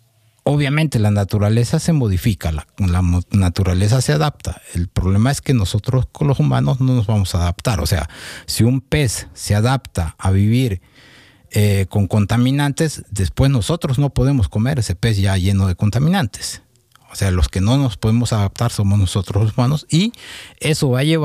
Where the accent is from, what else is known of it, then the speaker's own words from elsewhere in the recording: Mexico; Y como mexicano también habrá que preguntarse